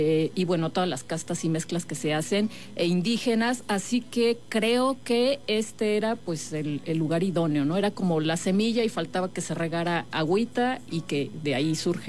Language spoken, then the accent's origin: Spanish; Mexico